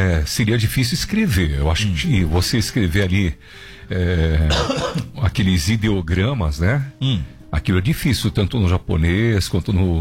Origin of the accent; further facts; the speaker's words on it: Portugal; Minha filhinha é portuguesa também, como eu, pá.